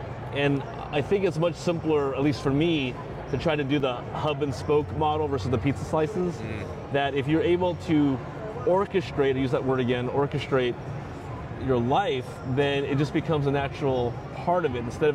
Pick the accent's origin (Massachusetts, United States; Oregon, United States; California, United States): California, United States; Alameda; today's guest is also from my hometown of Alameda, near San Francisco, California.